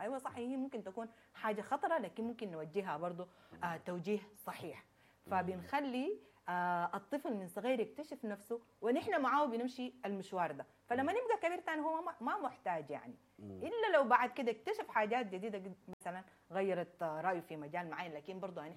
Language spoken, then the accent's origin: Arabic; Sudan; الظروف اللي مرينا بها كسودانيين